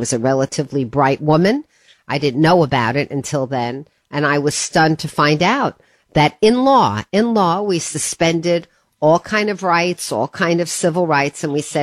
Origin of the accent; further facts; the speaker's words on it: United States; from my point of view as an American